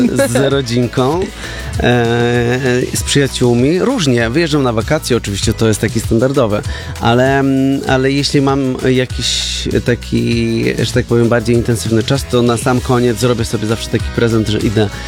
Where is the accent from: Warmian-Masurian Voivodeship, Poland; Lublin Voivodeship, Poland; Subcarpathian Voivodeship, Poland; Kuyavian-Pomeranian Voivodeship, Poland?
Subcarpathian Voivodeship, Poland; Jasło; moved away; Ja jestem z Jasła, kocham Jasło, jest pięknie położone, cudownie zielone, no naprawdę takie piękne, bajeczne miasteczko, które jest bardzo życzliwe i bardzo lubię tam wracać.